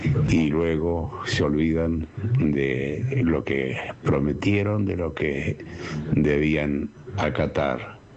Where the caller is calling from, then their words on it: Vicente López, Buenos Aires Province, Argentina; de Vicente López